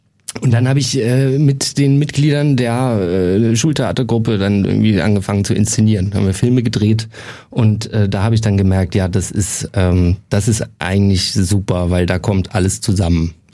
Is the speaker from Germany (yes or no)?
yes; Nuremberg, Bavaria, Germany; now in Munich, Germany; Und ich als Nürnberger wollte mir mal ein eigenes Bild von der Stadt machen, weil es gibt ja so Vorurteile, ja, in Franken, ja.